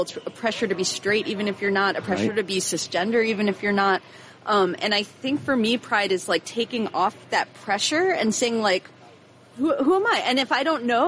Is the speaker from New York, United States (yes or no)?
yes; New York City, New York, United States; moved away; I'm from the Bronx originally